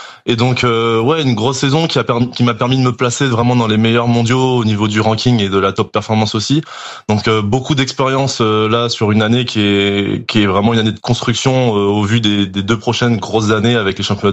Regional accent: Martinique; J'ai décidé de rentrer chez moi en Martinique, me reposer un peu, me ressourcer, un peu en off, quoi.

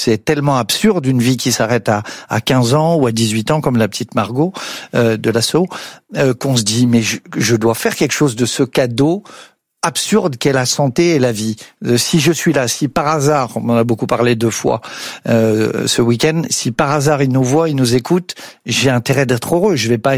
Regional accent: eastern France, France; Je viens d'un milieu modeste, ouvrier, j'ai grandi en HLM dans l'Est de la France

